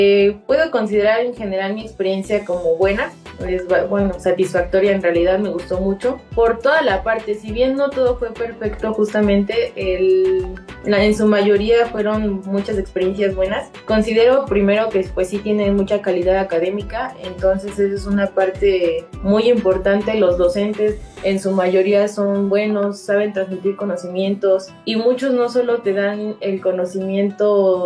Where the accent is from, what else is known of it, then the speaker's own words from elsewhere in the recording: Pachuca, Hidalgo, Mexico; yo soy originaria de Pachuca de Soto, que es justo donde está la sede de la Universidad Autónoma.